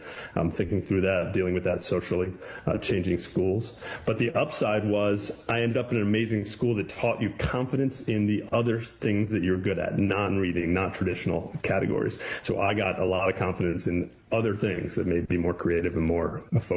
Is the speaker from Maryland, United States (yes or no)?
yes; Baltimore, Maryland, United States; now in Philadelphia, United States; I'm originally from Baltimore, live in suburban Philadelphia